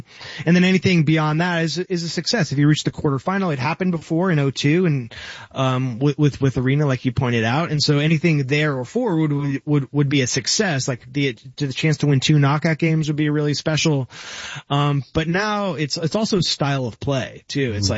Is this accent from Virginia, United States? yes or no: no; Bay Area, California, United States; growing up in the Bay Area